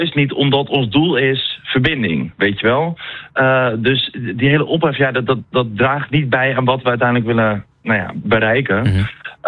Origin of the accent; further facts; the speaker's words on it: North Holland, Netherlands; als ik kom zelf uit Noord-Holland, uit een dorp.